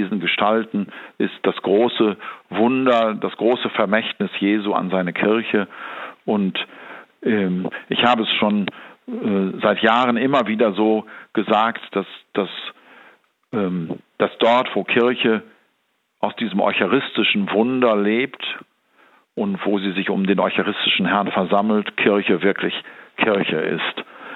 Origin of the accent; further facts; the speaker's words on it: North Rhine-Westphalia, Germany; Ich bin gebürtiger Münsterländer aus Westfalen, und in der Nähe meines Heimatortes, in der Nähe von Osnabrück